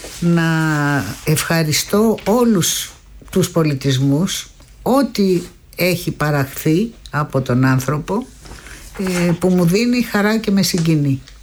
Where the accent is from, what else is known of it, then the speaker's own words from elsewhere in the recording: Greece; ότι είμαστε Έλληνες εμείς.